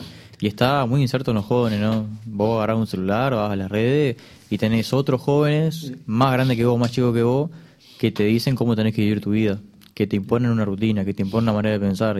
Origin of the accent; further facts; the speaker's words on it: Uruguay; la despolitización que tenemos como uruguayo